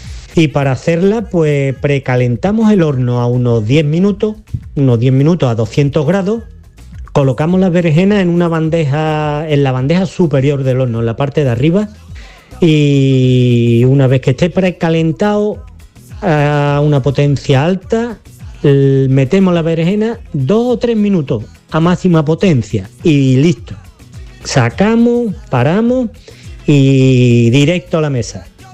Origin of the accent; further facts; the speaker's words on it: Mijas, Andalusia, Spain; de la Laguna de Mija